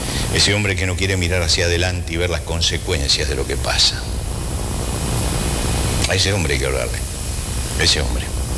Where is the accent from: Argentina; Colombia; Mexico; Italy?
Argentina